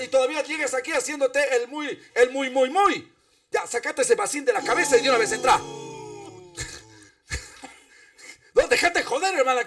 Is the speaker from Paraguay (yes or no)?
no; Bolivia; Son mis hermanos. Es mi gente. Somos bolivianos.